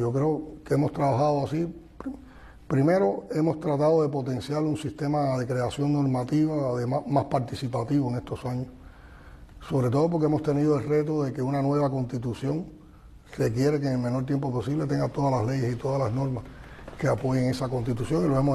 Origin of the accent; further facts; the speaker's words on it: Cuba; como un cubano más nacido en tiempos de revolución